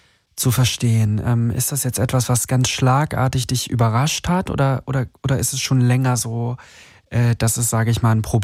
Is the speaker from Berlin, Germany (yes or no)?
yes; Berlin, Germany; Ah ja, ich komme auch aus Berlin.